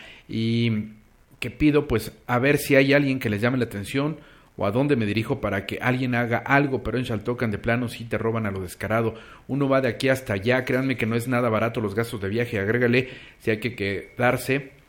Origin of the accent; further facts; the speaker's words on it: Ciudad Nezahualcóyotl, State of Mexico, Mexico; Yo les quería decir que soy del Estado de México y en Ciudad Nezahualcóyotl.